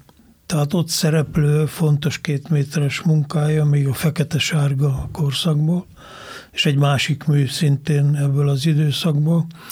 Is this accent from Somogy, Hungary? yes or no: no; Székesfehérvár, Fejér, Hungary; Én meg székesfehérvári vagyok